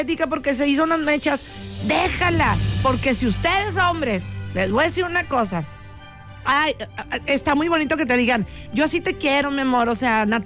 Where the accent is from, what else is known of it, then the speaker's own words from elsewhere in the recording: Nuevo León, Mexico; Y las mujeres de Nuevo León somos unas fregonas, la verdad.